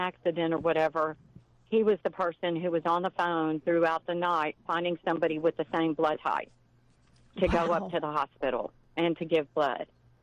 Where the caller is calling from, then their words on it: Sealy, Texas, United States; I'm actually from Sealy, Texas, which is about 20 miles east of Columbus. It's also on Interstate 10